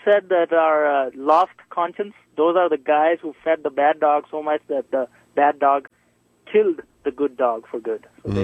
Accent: India; I heard of, I'm Indian, and that's an Indian school of thought.

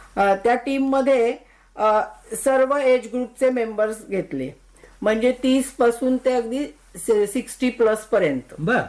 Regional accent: Mumbai, Maharashtra, India; moved away as an adult; also born or lived in Pune / Sydney; now in Australia; माझं लहानपण मुंबईत शिवाजी पार्क एरियामध्ये गेलं. माझ्या घरी आम्ही आजी आजोबा आई वडील आणि आम्ही तिघं भावंड असे राहत होतो. नंतर लग्न झाल्यावर मी पुण्यात आले.

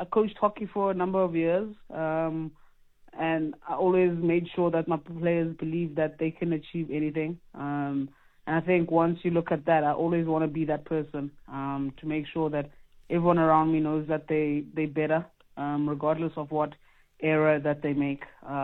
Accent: East London, Eastern Cape, South Africa; moved away; But growing up in Kugompo was always like a challenge

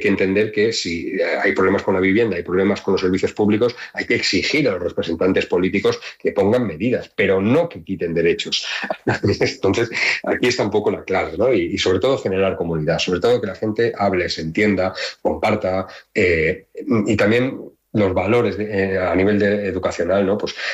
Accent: Valencian Community, Spain; yo soy valenciano

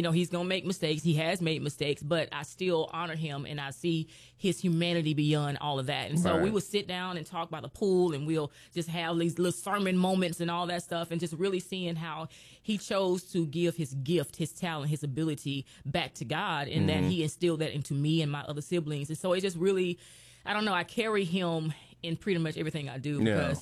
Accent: Birmingham, Alabama, United States; born there; also born or lived in Kentucky; we came down to Birmingham from Kentucky in 82. I was 2 years old.

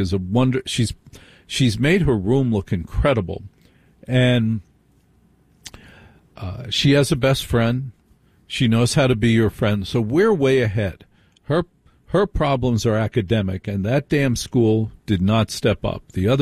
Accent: Maplewood, New Jersey, United States; I grew up in the hills. I grew up in the Maplewood area. I don't live there now

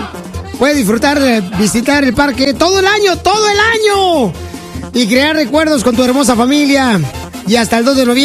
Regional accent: Jalisco, Mexico; No, yo soy de Jalisco, yo digo la verdad, mi amor, como son las cosas

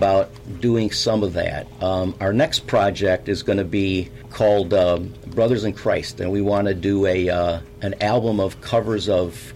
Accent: Dolton, Illinois, United States; moved away as an adult; now in Indiana, United States; I grew up in Dalton.

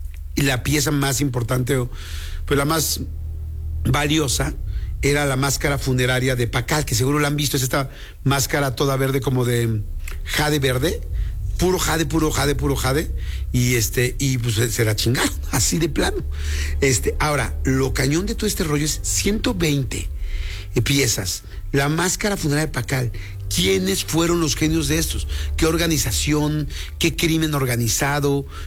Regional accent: Mexico; Solamente éramos como 6 mexicanos, toda la más de la gente internacional.

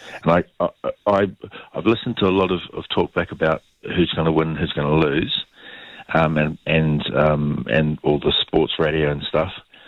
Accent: Australia; we come from a land that down under

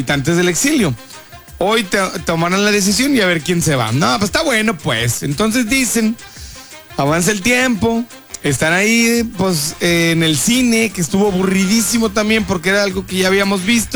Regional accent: Monterrey, Nuevo León, Mexico; Así somos los regios.

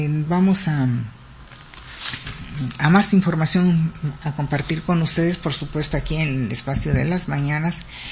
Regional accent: Mexico; Somos mexicanos

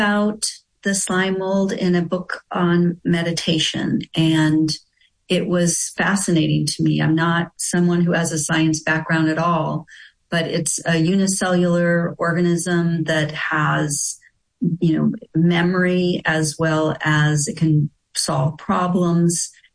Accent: Louisiana, United States; But I grew up myself in Louisiana, and somehow it was a young girl in Louisiana in 1973.

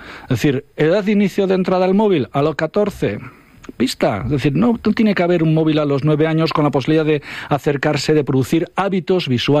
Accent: Ponferrada, Castile and León, Spain

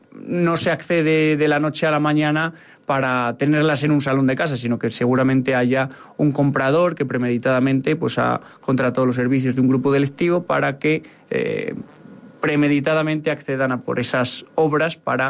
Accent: Villalpando, Castile and León, Spain; Yo vengo de Villalpando

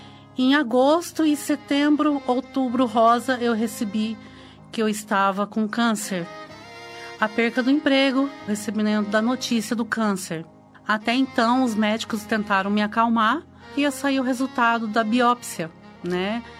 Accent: Capivari, São Paulo, Brazil; sou da cidade de Capivari.

